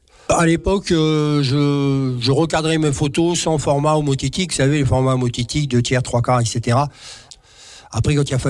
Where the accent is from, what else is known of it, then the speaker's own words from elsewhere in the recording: Hauts-de-France, France; je suis parti du Nord sans forcément retourner très très longtemps. Je suis pas retourné souvent, je veux dire. Et 20 ans, 25 ans après, j'ai retrouvé mon pays